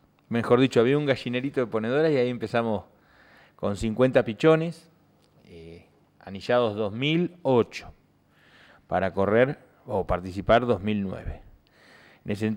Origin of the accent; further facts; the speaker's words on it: Coronel Pringles, Buenos Aires Province, Argentina; born there; ya hay mucha gente que me conoce acá en Pringles.